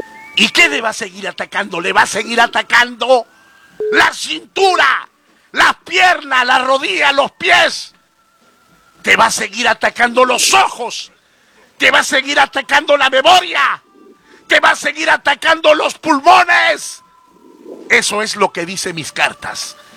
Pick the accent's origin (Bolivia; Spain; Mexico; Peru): Mexico; dime que soy un fanfarrón, un mexicano mentiroso